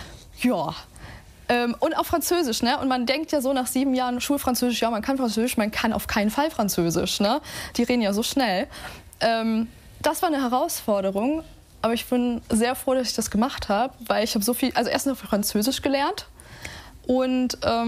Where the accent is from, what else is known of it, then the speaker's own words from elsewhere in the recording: Kiel, Schleswig-Holstein, Germany; also born or lived in Preetz / Ascheberg; Wir haben erst in Ascheberg gewohnt, dann in Preetz später und dann in Kiel. Also eigentlich irgendwie seit dem Kindergarten schon in Kiel.